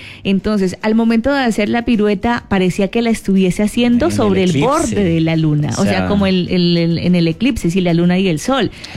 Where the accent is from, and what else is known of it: Bolívar, Cauca, Colombia; moved away